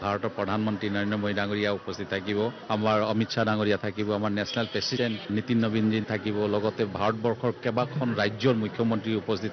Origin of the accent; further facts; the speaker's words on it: Assam, India; মই নিজকে এজন অসমীয়া হিসাবে পরিচয় দি ভাল পাও আর মই এজন অসমীয়া হিসাবে সকল জাতি জনগোষ্ঠীর কারণে কাম করব।